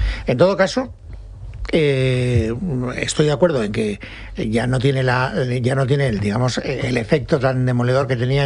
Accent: Spain; estamos hablando de España porque somos españoles

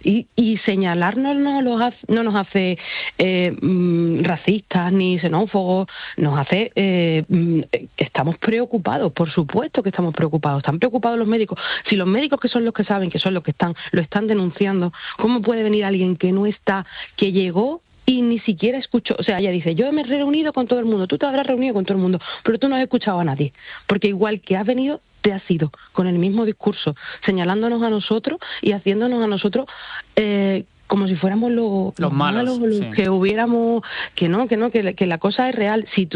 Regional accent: Ceuta, Spain

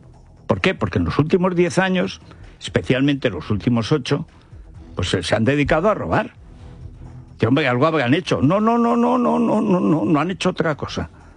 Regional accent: Aragon, Spain; moved away; mi pueblo, a Gonchales, a Albarracín

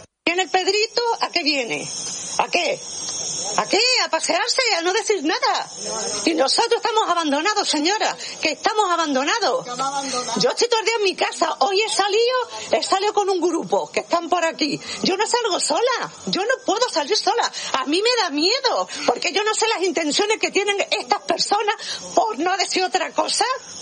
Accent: Spain; Porque nosotros somos españoles como los que más.

